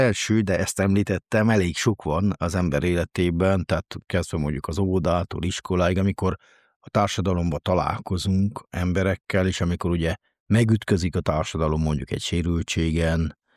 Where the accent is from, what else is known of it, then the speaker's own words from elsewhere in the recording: Székely Land, Romania; A rendtartó székelyfaluba születtem, ebből adódóan a magamba szívtam a környezetből a hitet